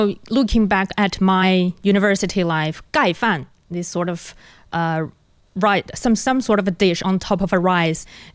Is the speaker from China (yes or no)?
yes; northern China, China; as somebody who's from the northern part